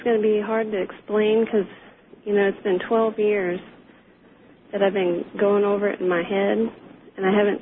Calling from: Florida, United States; I'm in Florida.

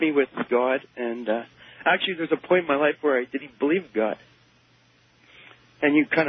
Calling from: Calgary, Alberta, Canada; And I'm in Calgary, Alberta, Canada.

